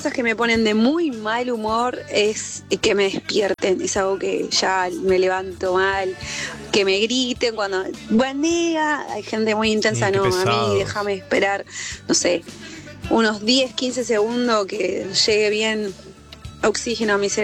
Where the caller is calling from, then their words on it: Rafael Castillo, Buenos Aires Province, Argentina; soy de Rafael Castillo